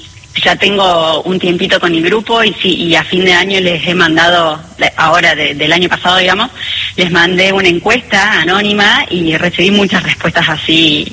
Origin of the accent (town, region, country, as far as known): Ushuaia, Tierra del Fuego, Argentina; born or raised there